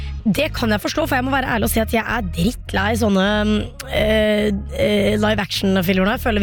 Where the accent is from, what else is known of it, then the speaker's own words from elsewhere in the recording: India; now in Norway; jeg kommer fra India. India et helt fantastisk svært land.